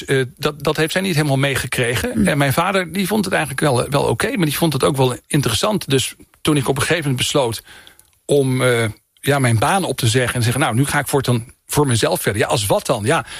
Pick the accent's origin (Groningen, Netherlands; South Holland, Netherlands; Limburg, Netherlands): Groningen, Netherlands; Want ik kom uit Oost-Groningen.